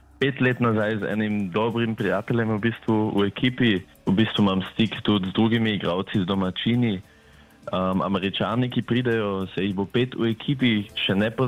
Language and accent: Slovenian; Eisenkappel, Carinthia, Austria; also born or lived in Klagenfurt; now in Graz, Austria; Ker sem v bistvu iz Železne Kaplje oziroma Celovca, je zdaj seveda bliže domovini, da sem v Gradcu, imam pa tle tudi stanovanje od kluba, tako da živim v Gradcu od zdaj naprej.